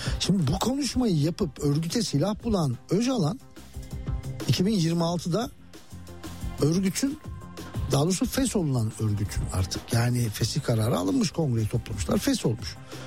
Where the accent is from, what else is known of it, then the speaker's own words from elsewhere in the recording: Muş, Muş Province, Turkey; belki benim memleketim Muş, Varto'da, Varto'lu değilim, Muşlu'yum. Muş'un Varto ilçesinde